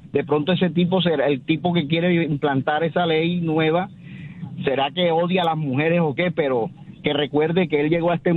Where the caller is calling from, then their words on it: Santa Marta, Magdalena, Colombia; hablo acá de la ciudad de Santa Marta.